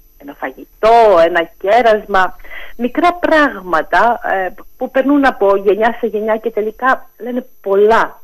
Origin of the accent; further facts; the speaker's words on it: Crete, Greece; Εγώ κατάγομαι από την Αρμάχα, ένα μικρό χωριό λίγα χιλιόμετρα έξω από το Καστέλι, κοντά στο Γεράκι.